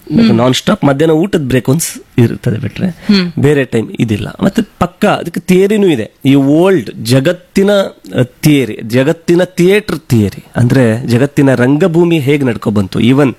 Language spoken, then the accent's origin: Kannada; Udupi district, Karnataka, India; ಅವನು ಮತ್ತೆ ನಾನು ಇಬ್ರು ಉಡುಪಿ ಜಿಲ್ಲೆಯಿಂದ ಸೆಲೆಕ್ಟ್ ಆಗಿದ್ವಿ.